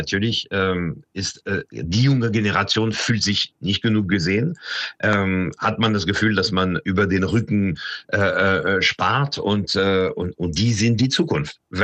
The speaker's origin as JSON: {"language": "German", "town": "Paris", "region": "Île-de-France", "country": "France", "tie": "born or raised there", "moved": "yes", "said": "ich bin als Kind in Paris geboren und aufgewachsen"}